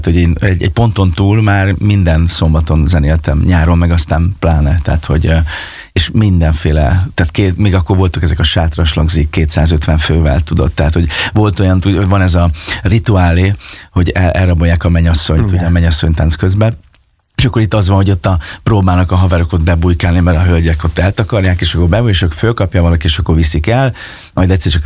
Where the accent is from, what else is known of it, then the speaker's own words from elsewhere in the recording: Fényeslitke, Szabolcs-Szatmár-Bereg, Hungary; also born or lived in Kisvárda; Hát ugye én Fényeslétként nőttem föl, és Kisvárdán születtem, és hát ott a megyében, ahova hívtak